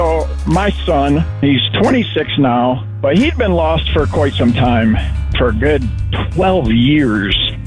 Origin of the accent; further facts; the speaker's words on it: Jackson, Ohio, United States; I am from Jackson. I'm actually I'm in Brilliant, Ohio, down by West Virginia.